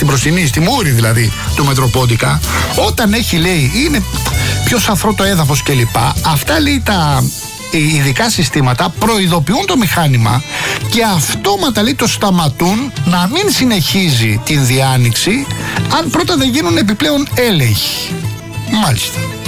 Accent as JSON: {"language": "Greek", "town": "Rafina", "region": "Attica", "country": "Greece", "said": "στην περίπτωση αυτή είναι και ο τόπος μου και μαθαίνω 5 πράγματα παραπάνω. Τώρα, αφήνουμε τα της Ραφίνας"}